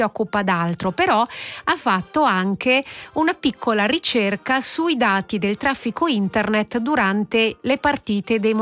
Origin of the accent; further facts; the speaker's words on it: Switzerland; che è la moneta da cui noi come Svizzera siamo circondati